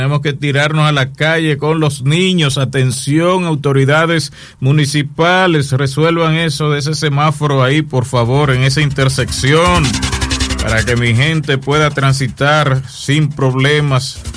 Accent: Sabana de Rodeo, Dominican Republic; born there; now in La Romana, Dominican Republic; hoy mi tierra que me vio nacer está de pláceme porque está de cumpleaños la gobernadora de Sabana de Rodeo

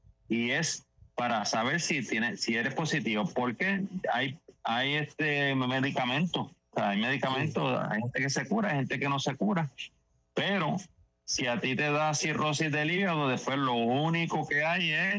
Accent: Isabela, Puerto Rico; Llevamos más de 60 años aquí en Isabela. Somos de los laboratorios que sí somos de Isabela, porque ahora hay mucha gente que está puesto de otro lado. Aquí somos de aquí como el gallito.

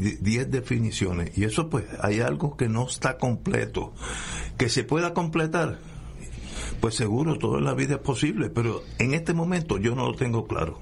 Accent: Puerto Rico

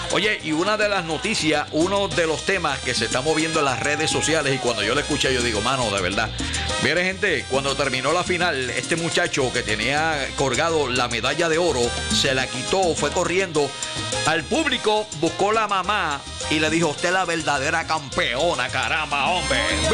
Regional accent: Puerto Rico

